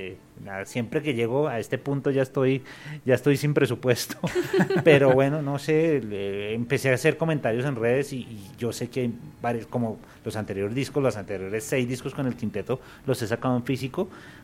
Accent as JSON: {"language": "Spanish", "country": "Colombia", "said": "a mi país, soy colombiano, hago bambucos"}